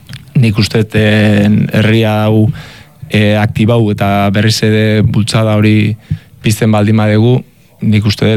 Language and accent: Basque; Azpeitia, Basque Country, Spain; Azpeitiarra Gipuzkoarra naiz